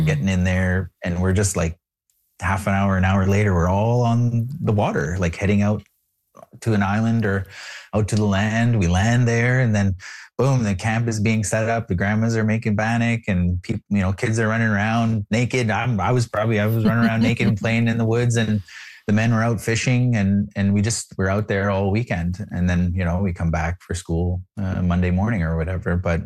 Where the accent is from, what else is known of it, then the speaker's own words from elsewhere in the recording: Toronto, Ontario, Canada; born there; like I was born in Toronto, you know, but I grew up in community.